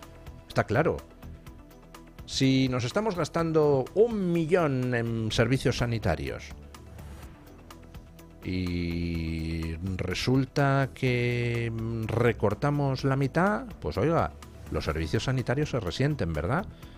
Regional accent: Spain; los que pagamos la factura somos los españoles

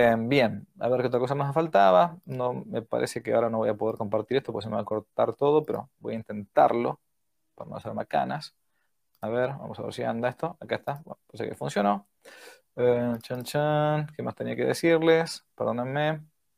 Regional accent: Argentina; mi país, Argentina

